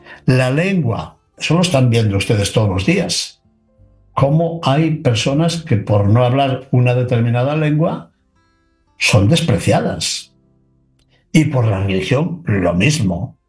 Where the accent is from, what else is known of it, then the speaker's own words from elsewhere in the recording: Spain; Sí, soy español, pero formo parte de un proyecto divino más grande.